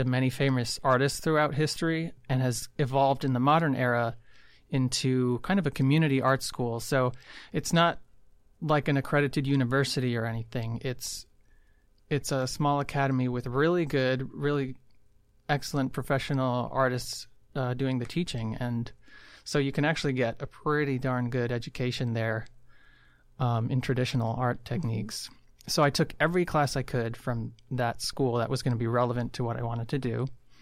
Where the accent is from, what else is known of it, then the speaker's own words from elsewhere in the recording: Tucson, Arizona, United States; I was raised in Arizona, in Tucson.